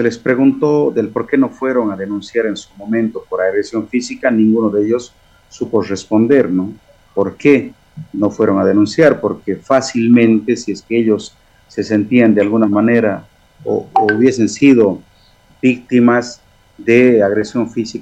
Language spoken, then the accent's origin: Spanish; Bolivia